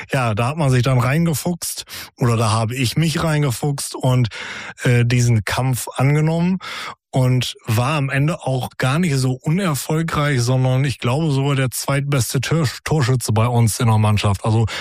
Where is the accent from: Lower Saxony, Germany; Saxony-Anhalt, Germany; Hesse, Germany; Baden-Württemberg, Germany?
Lower Saxony, Germany; Hagen am Teutoburger Wald; Aufgewachsen bin ich in Hagen am Teutoburger Wald, ganz besinnlich, ganz in einer sehr vernünftigen, normalen Familie